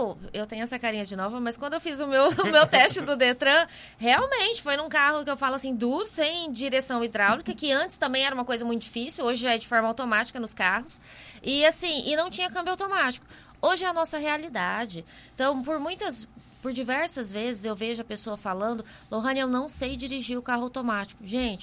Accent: Mato Grosso, Brazil; moved away as an adult; now in Maceió, Brazil; E eu vim para a cidade litorânea, eu sou lá do Mato Grosso

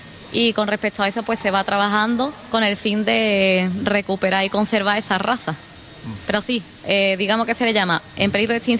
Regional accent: Andalusia, Spain; accent: Malaga; Sí, sí, yo soy de Málaga, de un pueblo, de la Sierra de la Nieve, y nada, pues allí me he criado, allí estoy trabajando

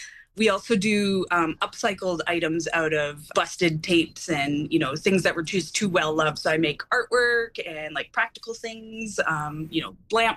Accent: Prince George, British Columbia, Canada; When I was a teenager, I used to frequent this record store in my hometown of Prince George.

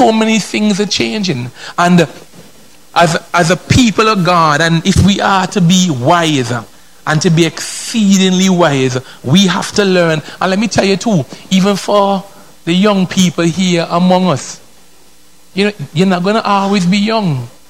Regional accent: Antigua & Barbuda; I'm from Antigua.

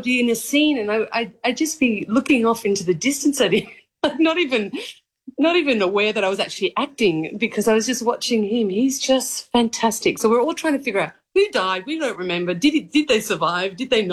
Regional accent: Australia; I didn't have to pretend to do any accent. I was just doing my accent. And I'm Australian.

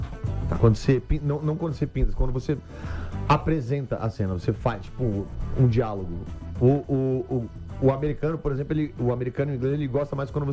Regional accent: Brazil; Eu sou humorista brasileiro.

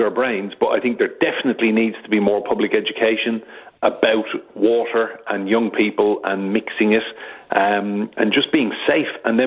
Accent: Ireland; I don't ever remember heat like this when I was a kid in the 80s growing up in Ireland.

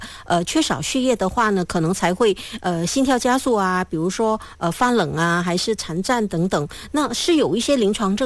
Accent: Malaysia; 那到底要怎么去把我们马来西亚人比较普遍上会有的一个贫血的问题

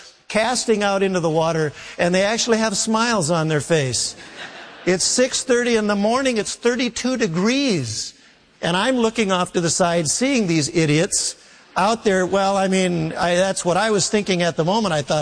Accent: Minneapolis, Minnesota, United States; moved away; I'm from Minneapolis

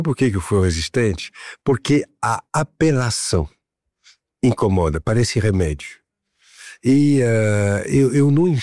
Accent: Paris, Île-de-France, France; Portuguese is a second language; moved away as an adult; now in São Paulo, Brazil; lá na minha cidade natal, que é Paris, em 2008, eu decidi trazer esse conceito aqui

